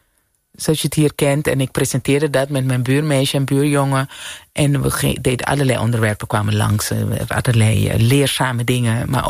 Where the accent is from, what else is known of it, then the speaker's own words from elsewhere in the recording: Suriname; moved away; Ja, ik ben opgegroeid in Suriname.